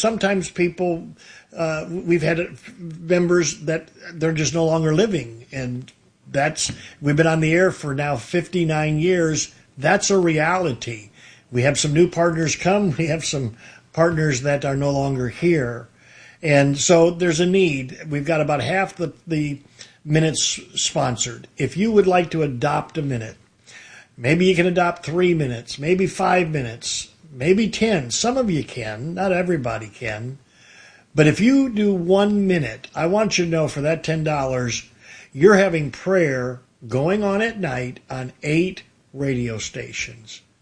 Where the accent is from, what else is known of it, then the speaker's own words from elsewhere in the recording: Detroit, Michigan, United States; moved away as an adult; also born or lived in Mount Clemens, Michigan / Novi, Michigan; now in Houston, United States; was born in Mount Clemens, and I was raised in downtown Detroit. I went to Cass Tech High School, and then when I left the city, I was living in Novi.